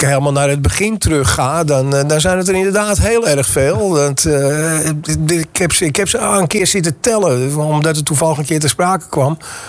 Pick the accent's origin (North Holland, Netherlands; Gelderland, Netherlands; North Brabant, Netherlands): North Holland, Netherlands; Amsterdam; now in Zwijndrecht, Netherlands; Nee, ik ben een Amsterdammer. En dat kun je ook horen, ook, denk ik.